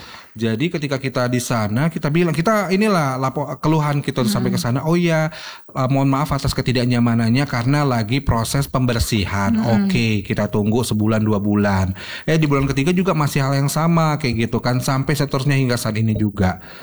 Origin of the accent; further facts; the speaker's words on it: Medan, North Sumatra, Indonesia; saya juga warga Medan Sunggal juga